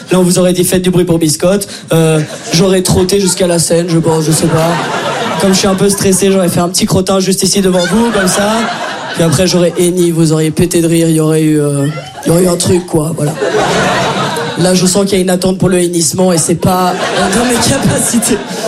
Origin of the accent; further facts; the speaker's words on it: Brussels, Brussels-Capital Region, Belgium; accent: Brussels; C'est peut-être mon accent de Bruxelles ou mon immense voix, je sais pas, mais en tout cas, je viens pas de France, voilà, je viens de Belgique.